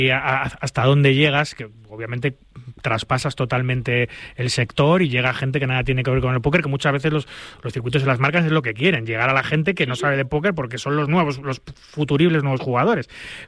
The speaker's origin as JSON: {"language": "Spanish", "country": "Spain", "said": "yo soy español, aquí quieres que te gane, ¿no?"}